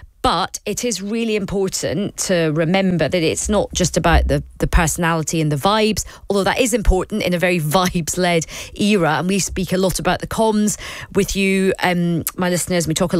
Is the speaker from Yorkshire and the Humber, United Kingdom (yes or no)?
no; Scotland, United Kingdom; As a Scot